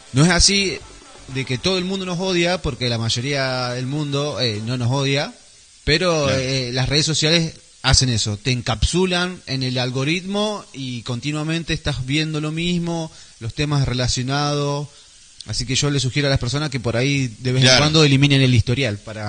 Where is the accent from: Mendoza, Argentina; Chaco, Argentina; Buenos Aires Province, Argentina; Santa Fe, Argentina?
Santa Fe, Argentina; Como lo de Santa Fe, somos de Unión o Colón.